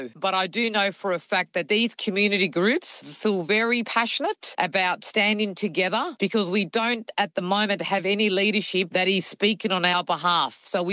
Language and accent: English; Australia; as an Australian, as a mum, as a sister and as a daughter